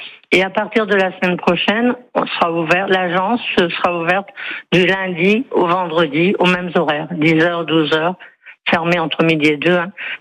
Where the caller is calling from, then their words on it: Hauts-de-France, France; Non, je ne suis pas à Mouveau, je suis sur la Côte d'Opale